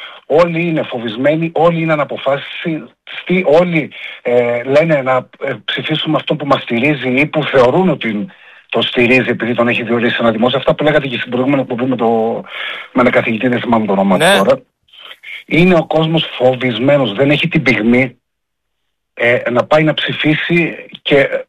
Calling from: Greece; θεωρώ ότι είμαι Έλληνας

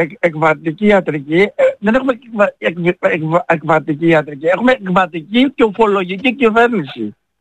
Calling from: Piraeus, Attica, Greece; Εγώ είμαι εδώ, είμαι Πειραιώτης είμαι εγώ.

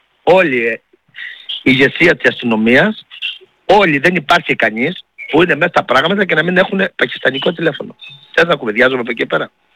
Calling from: Crete, Greece

